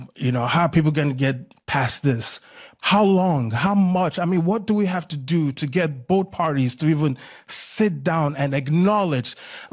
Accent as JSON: {"language": "English", "town": "West St. Paul", "region": "Minnesota", "country": "United States", "said": "I'm from West St. Paul, Minnesota."}